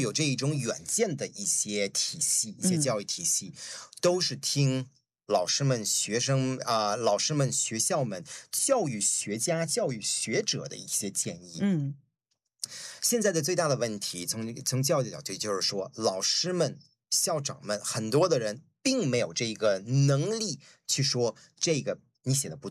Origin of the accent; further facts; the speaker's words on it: New Zealand; 尤其是像我们90年代的移民，所以这一点是不可能否认的。但是同时我们这个年代因为在这里长大